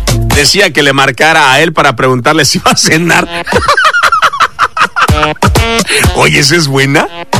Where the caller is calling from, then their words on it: Yaxcabá, Yucatán, Mexico; Aquí te escuchamos, saludos desde Yashkabá, Yucatán.